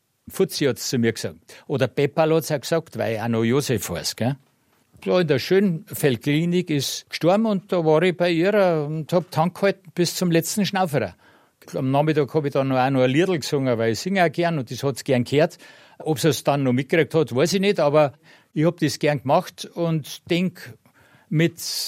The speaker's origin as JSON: {"language": "German", "town": "Munich", "region": "Bavaria", "country": "Germany", "tie": "born or raised there", "said": "Und da bin ich aufgewachsen in Basing in der Mayhofstraße."}